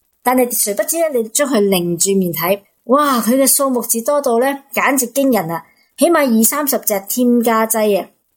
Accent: Hong Kong; 我哋香港人好多呢返工一族啊，而家呢都会好忙。

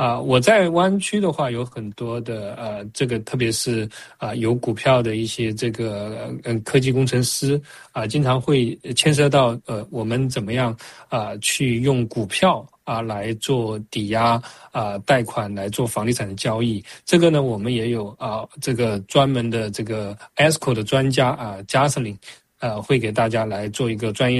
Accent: China; 我们中国人

